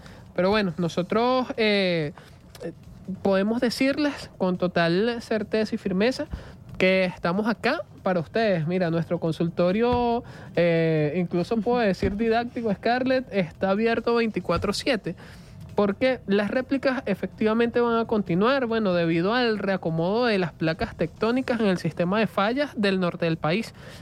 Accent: Venezuela; Lo que sí es que nosotros, como venezolanos, como venezolanas, nos mantenemos, mira, al pendiente 24/7 con todo tipo de apoyo.

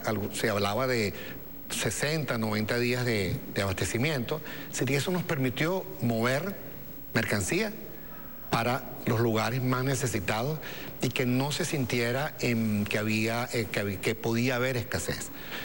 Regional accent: Venezuela; así somos los venezolanos

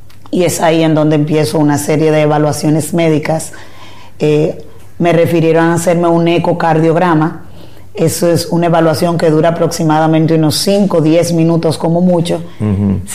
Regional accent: La Romana, Dominican Republic; Actualmente aquí crecí, aquí ya he desarrollado toda mi vida.

